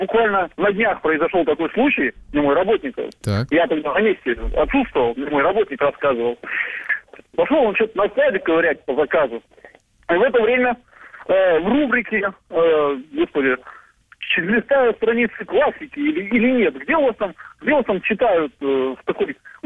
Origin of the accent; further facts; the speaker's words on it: Kostomuksha, Republic of Karelia, Russia; Да, спрашивали, откуда мы приехали. Мы говорили, что мы из Карелии.